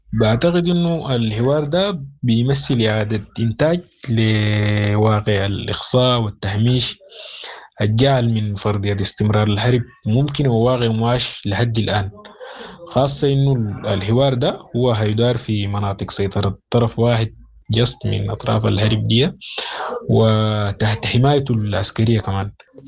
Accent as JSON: {"language": "Arabic", "country": "Sudan", "said": "كسودانيين"}